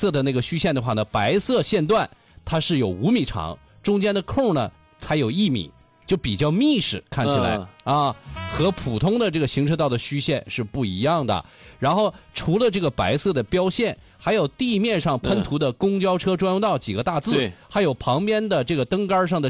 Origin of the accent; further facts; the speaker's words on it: Yanbian, Jilin, China; 延边是我家乡啊！